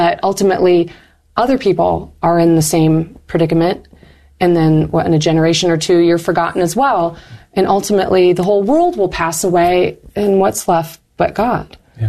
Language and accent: English; Michigan, United States; there's a Northern Michigan University is also in my hometown